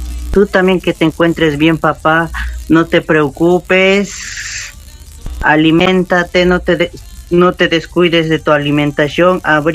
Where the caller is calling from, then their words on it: Ica, Peru; Estoy llamando de Ciudad de Ica para las alturas de Huancasancos